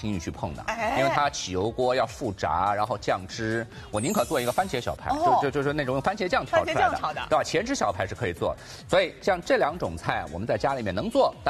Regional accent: Shanghai, China

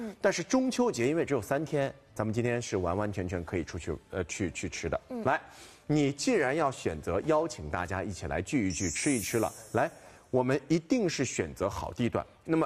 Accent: Shanghai, China; 咱们上海人其实真的很洋气的。

